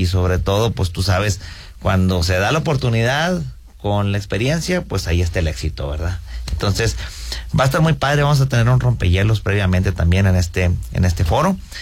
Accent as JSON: {"language": "Spanish", "town": "Piedras Negras", "region": "Coahuila", "country": "Mexico", "tie": "born or raised there", "moved": "yes", "lives_now": "Saltillo, Mexico", "said": "yo soy originario de Piedras Negras"}